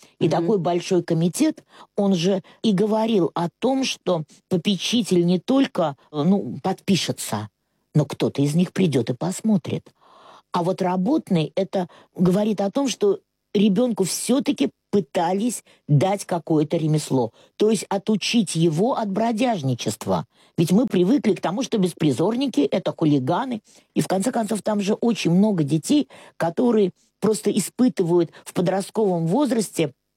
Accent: Saint Petersburg, Russia; born there; а я родилась в доме на Большой Подъяческой 8.

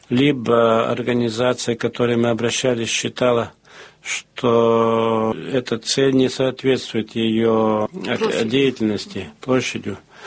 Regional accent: France; also born or lived in Moscow / Athens; Я родился во Франции и всегда там жил, за исключением 3 лет, которые я проживал в Москве как представитель французского банка от 1973 до 1976 года

